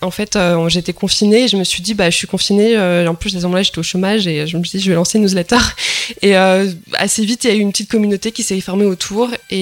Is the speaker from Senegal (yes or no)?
no; Brittany, France; donc j'ai grandi en Bretagne, j'ai fait mes études à Lannion